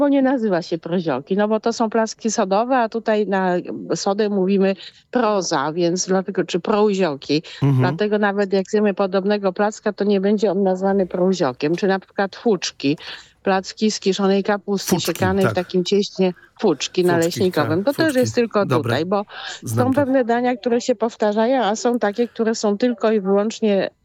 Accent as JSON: {"language": "Polish", "region": "Lesser Poland", "country": "Poland", "said": "u nas w Małopolsce mówimy na to sznycle"}